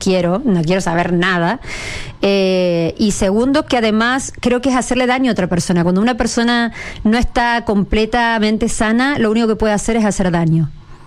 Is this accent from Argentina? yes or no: yes; Argentina; now in Chile; cuando yo voy al extranjero y me preguntan de qué país soy, yo digo que yo soy chilena, no digo que soy argentina